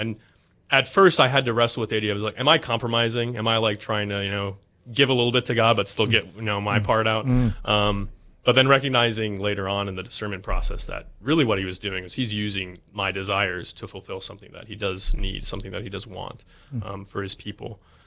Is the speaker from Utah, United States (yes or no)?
no; Lakota, North Dakota, United States; also born or lived in Alaska; I grew up in Lakota primarily. Okay. I grew up in Lakota till I was 12 years old. Then my family moved out of state for a couple years. We actually lived in Alaska, which was an amazing adventure. And then we moved back to North Dakota.